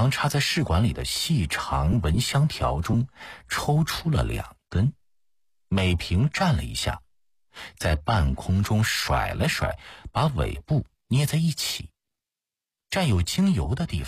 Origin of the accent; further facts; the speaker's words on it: China; 我们中国人喜欢拿它泡茶喝。